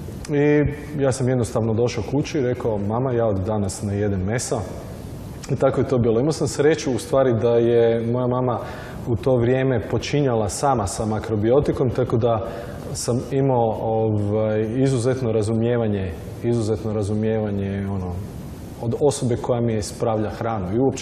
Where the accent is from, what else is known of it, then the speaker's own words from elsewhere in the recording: Zagreb, Zagreb County, Croatia; imam 42 godine, iz Zagreba sam